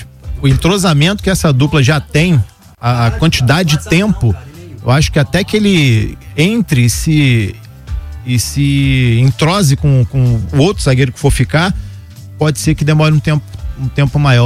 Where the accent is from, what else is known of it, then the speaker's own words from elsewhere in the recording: Brazil; Certeza. Eu sou brasileiro.